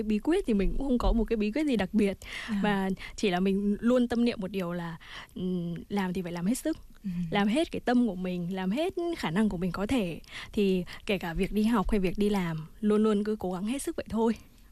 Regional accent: Haiphong, Vietnam; mình sinh ra lớn lên ở Hải Phòng thì cũng là thành phố cảng và có nhiều cái điểm nó tương đồng với Busan

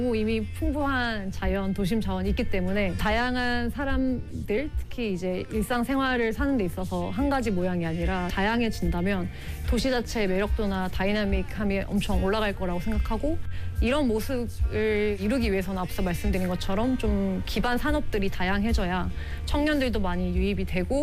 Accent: Busan, South Korea; 저는 부산 사람이 아니지만 부산에서 나고 자라서 대학까지 졸업했는데도

